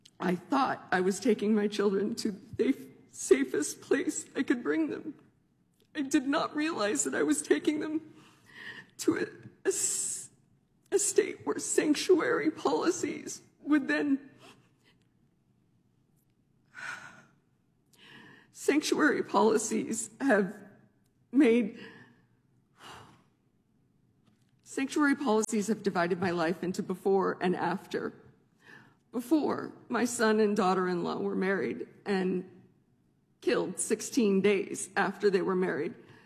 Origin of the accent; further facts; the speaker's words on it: Phoenix, Arizona, United States; born there; I was born in Phoenix, Arizona, and so were all four of my children.